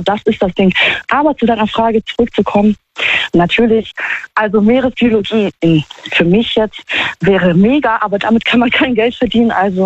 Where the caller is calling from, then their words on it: Trier, Rhineland-Palatinate, Germany; Hier, Trier.